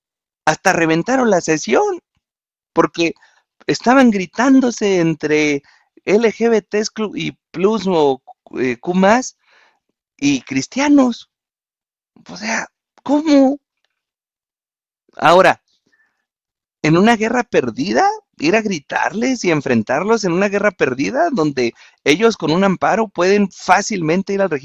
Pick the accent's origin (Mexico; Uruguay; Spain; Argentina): Mexico; primero somos mexicanos